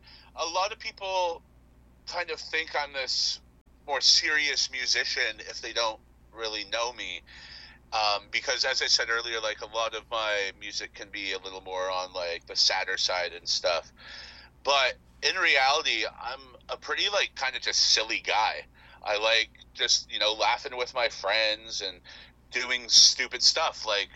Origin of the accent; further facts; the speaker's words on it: Toronto, Ontario, Canada; I'm from Scarborough. I'm born and raised here, still live here.